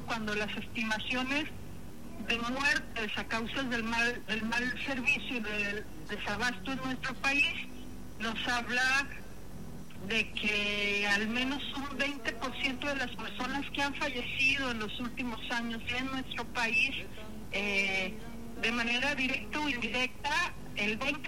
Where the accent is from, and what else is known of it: Mexico